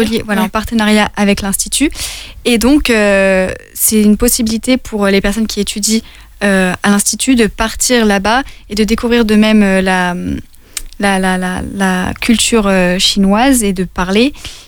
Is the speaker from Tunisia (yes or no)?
no; France; en Chine, par exemple, je leur disais je suis française.